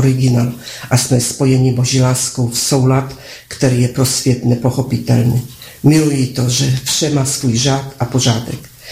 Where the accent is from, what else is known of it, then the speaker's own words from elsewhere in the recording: Poland; Pocházím z Polska, z katolicismu. Já, jako všichni ostatní, jsem musela chodit do kostela.